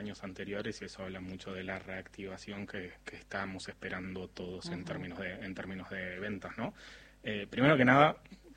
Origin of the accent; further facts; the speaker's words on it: Tierra del Fuego, Argentina; Yo pongo el caso Ushuaia porque soy fueguino y orgulloso